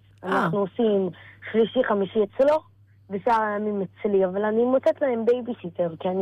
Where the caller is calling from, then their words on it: Petah Tikva, Central District, Israel; אני מפתח תקווה.